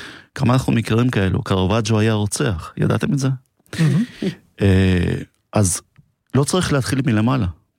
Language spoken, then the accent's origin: Hebrew; Acre, Northern District, Israel; גדלתי באקו, בפריפריה.